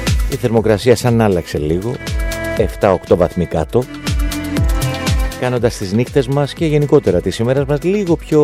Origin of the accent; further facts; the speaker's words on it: Piraeus, Attica, Greece; μεγάλωσα στην Αγία Σοφία, την περιοχή του Πειραιά